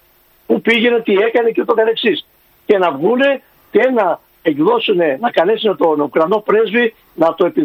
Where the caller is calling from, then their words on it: Arta, Epirus, Greece; εγώ από την Άρτα που εκεί πηγαίνω και κάθομαι δύο τις μέρες στη Λευκάδα